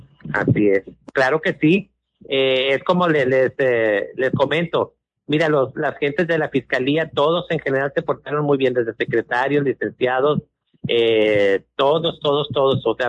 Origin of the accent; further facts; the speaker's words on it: Agujita, Coahuila, Mexico; somos aquí de Agujita. Le digo